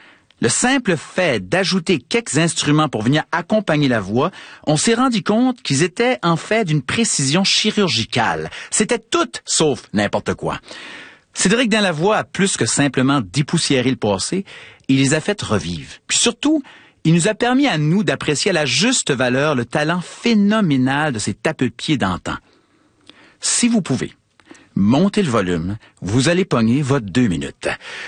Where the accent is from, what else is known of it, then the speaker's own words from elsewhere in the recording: Saint-Isidore, New Brunswick, Canada; Moi, j'ai grandi à Saint-Isidore, au Nouveau-Brunswick. Mon mononcle Adrien, qui faisait des poutines râpées puis qui traînait toujours un harmonica dans le fond de sa poche de chemise, m'avait amené à une soirée de tapeux de pied au centre communautaire du village.